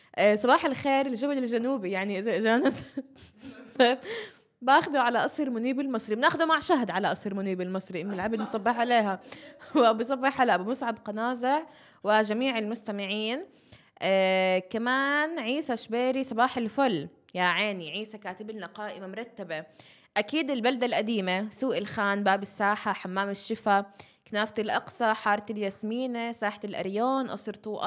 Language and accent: Arabic; Nablus, Nablus Governorate, Palestine